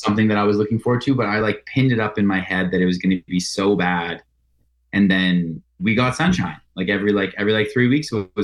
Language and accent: English; Winnipeg, Manitoba, Canada; born there; I mean, I was born in Winnipeg, but I didn't really get the opportunity to like grow up there